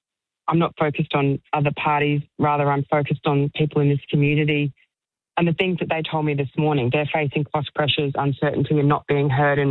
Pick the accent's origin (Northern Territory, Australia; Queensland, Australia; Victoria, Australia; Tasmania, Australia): Queensland, Australia; Brisbane; I'm from Brookfield.